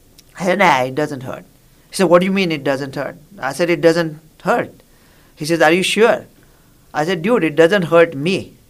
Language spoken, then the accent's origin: English; India; I grew up in India, so I can't overcome my temptation to advise people, especially when they are not asking for it.